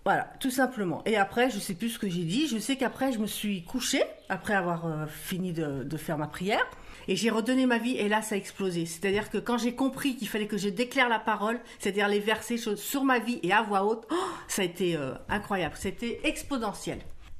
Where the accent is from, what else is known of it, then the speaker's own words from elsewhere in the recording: Châtellerault, Nouvelle-Aquitaine, France; born there; now in Brittany, France; je suis née à Châtellerault dans la Vienne. Je suis mariée, j'ai deux belles filles et j'habite en Bretagne.